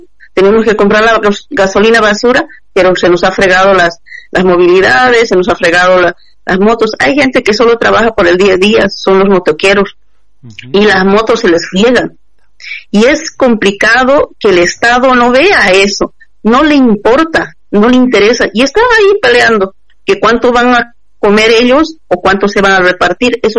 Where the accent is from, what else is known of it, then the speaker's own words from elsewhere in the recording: Bolivia; hemos tenido la dignidad de decir somos bolivianos, la dignidad de decir somos mujeres indígenas